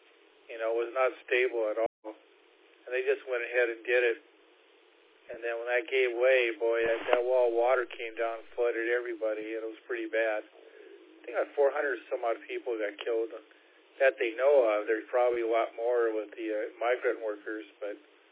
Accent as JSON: {"language": "English", "town": "Seattle", "region": "Washington", "country": "United States", "tie": "born or raised there", "also_born_or_lived": "Concord", "moved": "yes", "lives_now": "California, United States", "said": "I grew up in Seattle, but I wouldn't move back because of the rain. There's too much rain up there."}